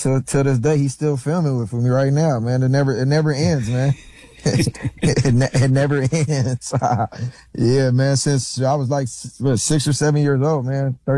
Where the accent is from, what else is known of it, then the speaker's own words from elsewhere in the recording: Los Angeles, California, United States; You know, USC was right there in my backyard. I grew up in the Crenshaw district, and, you know, that was literally in my backyard